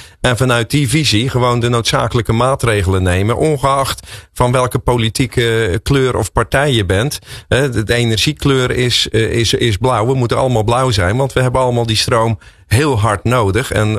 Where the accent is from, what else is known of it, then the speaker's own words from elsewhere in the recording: Zeeland, Netherlands; ik ben een Zeeuw, dus misschien ligt het daar aan, maar ik denk altijd in een soort van deltaplannen.